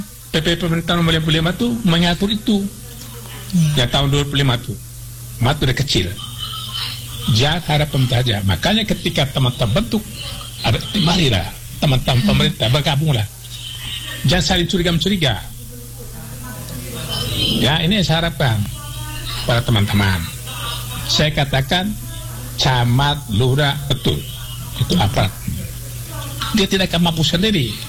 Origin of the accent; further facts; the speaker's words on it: Ende, East Nusa Tenggara, Indonesia; adat kita orang Enelio